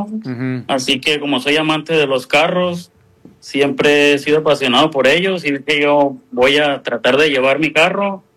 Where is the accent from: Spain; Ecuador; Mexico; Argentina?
Mexico; Guasave, Sinaloa; Yo soy de Guasave, Sinaloa.